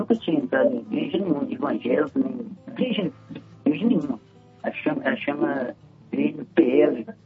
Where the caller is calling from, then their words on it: Ribeirão das Neves, Minas Gerais, Brazil; Estou aqui de Ribeirão das Neves, bairro Felizlândia.